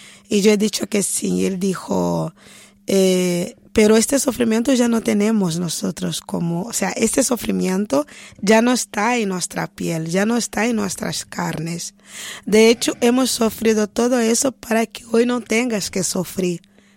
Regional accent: Brazil; primero me ven una mujer africana y después que digo que soy brasileña, que me escuchan hablar, que viene esta idea de latinidad brasileña

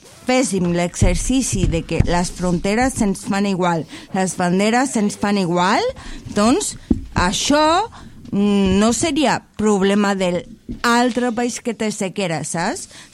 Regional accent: Chile; Ojo, sóc americana, bueno, sóc de Xile.

